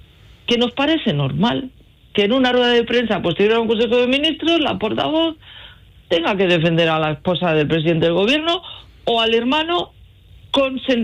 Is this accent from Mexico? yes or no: no; Spain